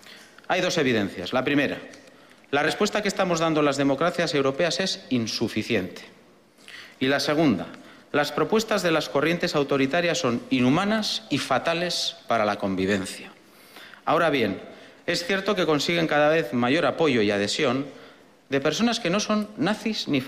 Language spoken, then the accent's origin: Spanish; Basque Country, Spain; Como vasco y demócrata